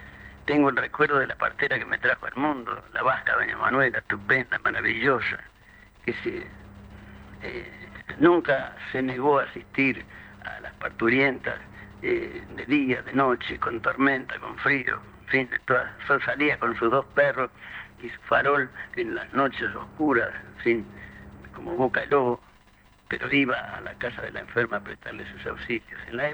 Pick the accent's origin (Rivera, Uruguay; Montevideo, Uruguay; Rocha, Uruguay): Montevideo, Uruguay; Peñarol; born there; Yo nací en lo que hoy es Camigo, Avenida Casabal. Mismo, casi contiguo a la vieja cancha de Peñarol.